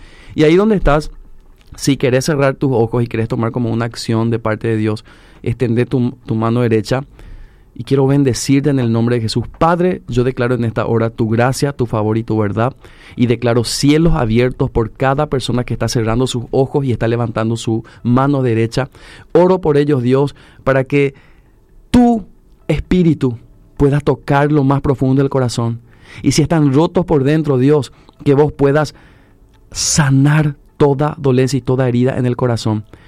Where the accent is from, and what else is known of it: Paraguay